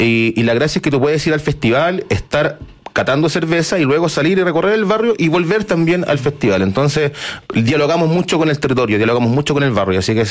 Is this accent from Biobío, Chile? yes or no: yes; Concepción, Biobío, Chile; yo soy de Concepción, del sur, y allá también se toma harta malta con huevo.